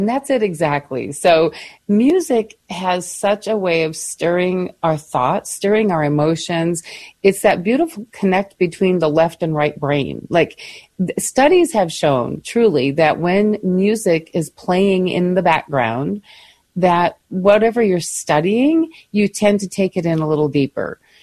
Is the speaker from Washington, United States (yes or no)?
no; Michigan, United States; I think of all of the outings that we did as children growing up in Michigan. You know, we were literally on the lake shore growing up. That was my home.